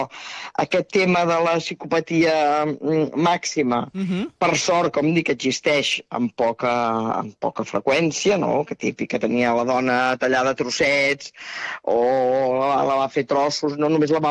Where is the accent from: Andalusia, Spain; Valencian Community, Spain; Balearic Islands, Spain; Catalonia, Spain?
Catalonia, Spain; Terrassa; Terrassa i, bueno, a vegades quan passes, ostres, aquí va ser